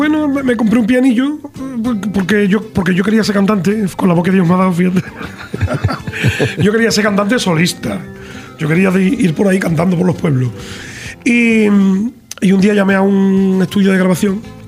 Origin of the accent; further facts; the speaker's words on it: Dos Hermanas, Andalusia, Spain; born there; la feria de mi pueblo acaba de terminar